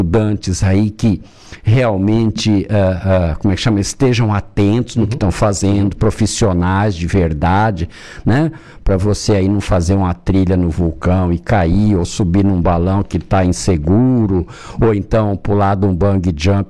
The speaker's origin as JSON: {"language": "Portuguese", "town": "Campo Grande", "region": "Mato Grosso do Sul", "country": "Brazil", "tie": "born or raised there", "said": "eu nasci em Campo Grande, né? No Mato Grosso do Sul"}